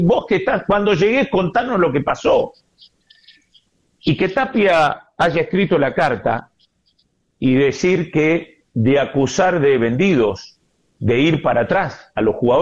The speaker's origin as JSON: {"language": "Spanish", "country": "Argentina"}